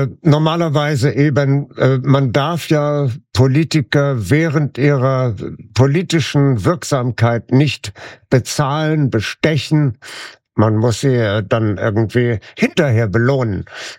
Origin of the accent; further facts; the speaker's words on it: Flensburg, Schleswig-Holstein, Germany; sein Wohnort ist ja Flensburg, meine Heimatstadt, welch eine Schande.